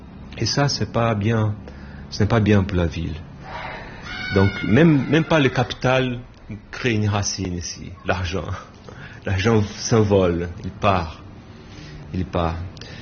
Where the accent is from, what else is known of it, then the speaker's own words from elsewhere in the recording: Manaus, Amazonas, Brazil; je déteste Manaus, mais c'est ma ville natale